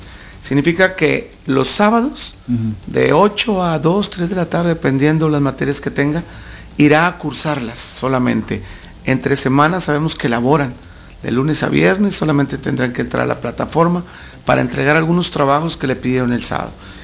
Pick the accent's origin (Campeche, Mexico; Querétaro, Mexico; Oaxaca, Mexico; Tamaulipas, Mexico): Tamaulipas, Mexico; Ciudad Madero; moved away as an adult; also born or lived in Guerrero / Lázaro Cárdenas, Michoacán / Tapachula, Chiapas / Toluca; now in Colima, Mexico; regresé a mi casa, soy de Ciudad Madero, Tamaulipas, del TEC de Madero.